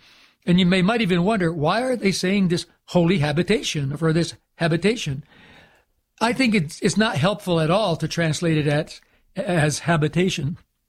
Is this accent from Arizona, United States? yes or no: no; Endicott, New York, United States; now in Ellwood City, Pennsylvania, United States; I grew up in Endicott, New York, which to this day is technically a village. It is not a city.